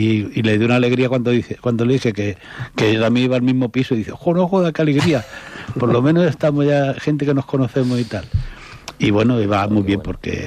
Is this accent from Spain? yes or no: yes; Morón de la Frontera, Andalusia, Spain; moved away as an adult; Yo soy de Sevilla, de Morón de la Frontera